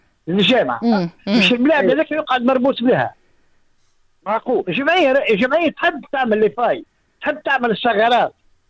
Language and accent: Arabic; southern Tunisia, Tunisia; انا من الجنوب التونسي